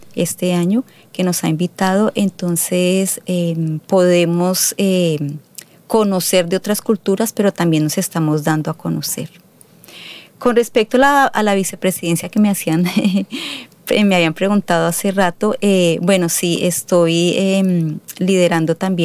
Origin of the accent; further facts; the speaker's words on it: Colombia; now in Australia; algunas inquietudes que como colombianos tenemos aquí, y cómo la embajada nos está ayudando y nos está pues apoyando en el hecho de vivir fuera del país.